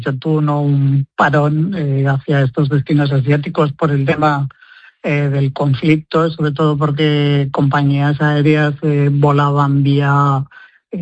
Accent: La Rioja, Spain

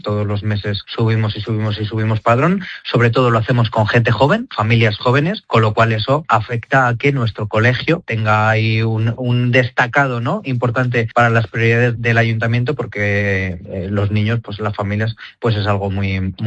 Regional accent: Villamediana de Iregua, La Rioja, Spain; yo como villametrense

